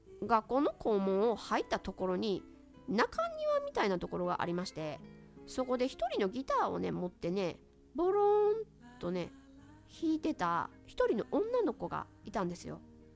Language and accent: Japanese; Tsu, Mie, Japan; 私はね、まあ毎度なんですけれども、三重県の津市っていうところの出身なんですけれども